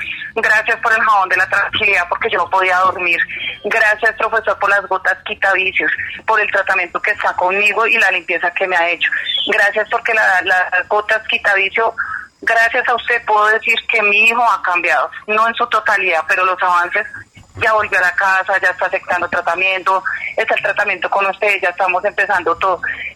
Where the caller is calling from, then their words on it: Puerto Parra, Santander, Colombia; Puerto Parra, Santander.